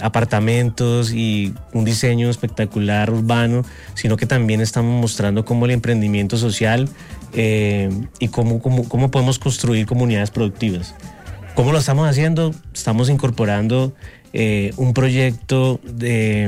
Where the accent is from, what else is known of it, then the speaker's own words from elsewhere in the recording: Ibagué, Tolima, Colombia; now in Bogotá, Colombia; venimos los duros de Ibagué. Realmente, realmente sí venimos con una banderita de emprendimiento, de fortaleza empresarial acá a Bogotá.